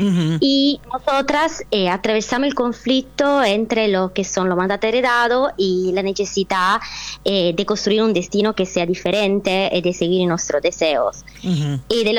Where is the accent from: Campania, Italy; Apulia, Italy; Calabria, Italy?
Calabria, Italy; Spanish is a second language; moved away as an adult; now in Argentina; Soy calabresa, sí. Hace muchos años que no vivo más en Calabria, desde los 18 años, pero quedó siempre en mi corazón igualmente la Calabria, en el sentido que siento estas raíces calabresa y la tradición también que me abraza